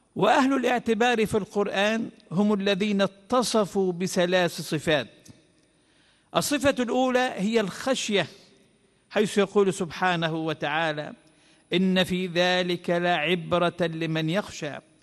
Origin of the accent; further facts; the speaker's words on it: Egypt; بلدنا الحبيبة مصر